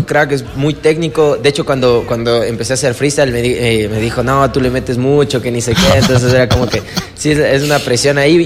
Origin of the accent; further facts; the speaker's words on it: Ecuador; Representando al Ecuador, siendo el primer ecuatoriano en ir a un torneo mundial de freestyle.